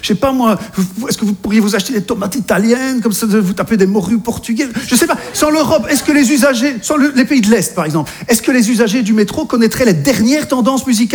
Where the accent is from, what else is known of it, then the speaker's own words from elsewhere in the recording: Belgium; now in France; Je veux dire, je suis belge, j'habite en France et j'ai été dépucelé en Espagne par une Anglaise.